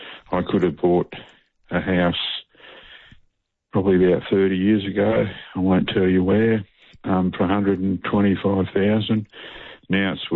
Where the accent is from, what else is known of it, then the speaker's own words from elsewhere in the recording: Victoria, Australia; moved away as an adult; now in Moore Park, Australia; I'm originally from Victoria. And everything was Labor. I've been in New South Wales for about 40 years.